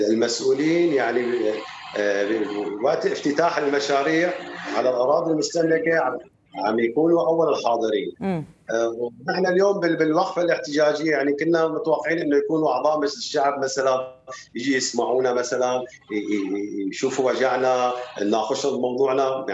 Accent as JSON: {"language": "Arabic", "region": "Rif Dimashq", "country": "Syria", "said": "اليوم يعني نحن كشعب سوري اليوم بدأنا بالحراك إن شاء الله."}